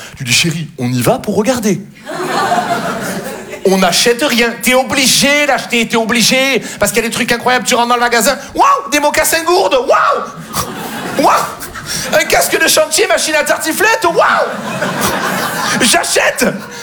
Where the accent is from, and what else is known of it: Marseille, Provence-Alpes-Côte d'Azur, France